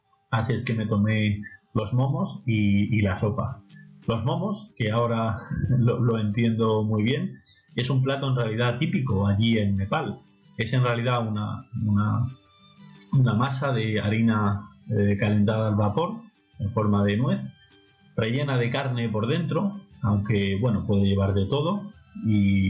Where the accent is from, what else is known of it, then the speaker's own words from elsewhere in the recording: Region of Murcia, Spain; yo como soy de Murcia, siempre voy al sur.